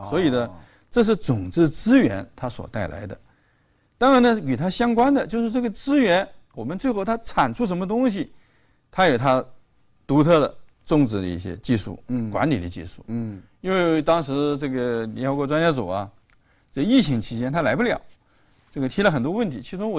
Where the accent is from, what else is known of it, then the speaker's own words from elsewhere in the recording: Fujian, China; 像我们闽南人是吧？